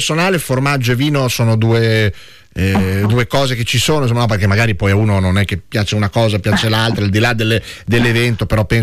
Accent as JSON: {"language": "Italian", "region": "Emilia-Romagna", "country": "Italy", "said": "siamo romagnoli."}